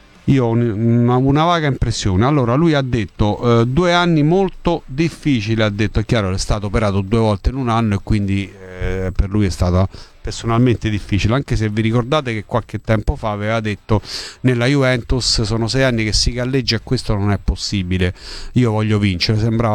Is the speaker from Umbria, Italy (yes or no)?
no; Abruzzo, Italy; Da buon abruzzese insisto fino a quando tu, certo.